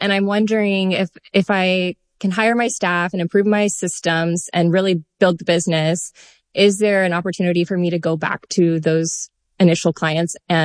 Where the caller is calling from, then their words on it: Nashville, Tennessee, United States; I'm calling from Nashville, Tennessee.